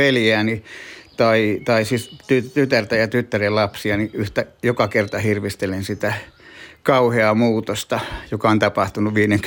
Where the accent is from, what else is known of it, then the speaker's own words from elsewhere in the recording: Helsinki, Uusimaa, Finland; born there; moved away as an adult; also born or lived in Turku archipelago / Åland; now in Lankojärvi area, Finland; mutta Helsingissä. Lähdin töiden perässä heti, kun mä täytin 18, niin Turun saaristoon